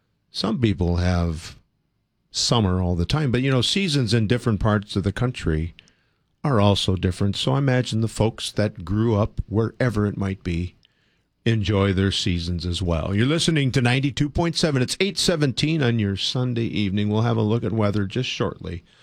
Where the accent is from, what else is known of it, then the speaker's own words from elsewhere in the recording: Midwest, United States; I grew up in the Midwest, been here all my life